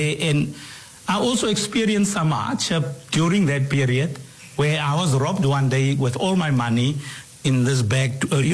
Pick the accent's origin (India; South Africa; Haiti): South Africa; Upington, Northern Cape; also born or lived in Keetmanshoop, Namibia; Yeah. I was born in Kitmans in Namibia, but my parents, because I'm a granny's child, so they moved back to SA, and I grew up with them in Upington. I didn't grow up with my mother.